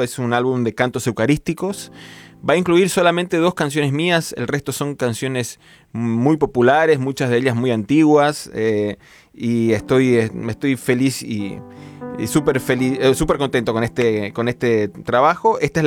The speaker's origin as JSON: {"language": "Spanish", "country": "Argentina", "said": "confuso que traigo, que nunca nadie identifica que soy argentino."}